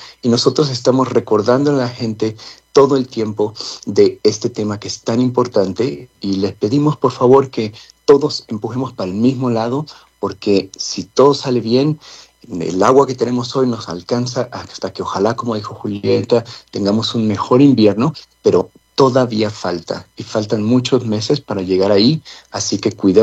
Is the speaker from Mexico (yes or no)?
yes; Mexico; now in Denver, United States; Yo crecí en México donde la presión del agua venía de gravedad y del tinaco, ¿verdad? Donde no había esa presión.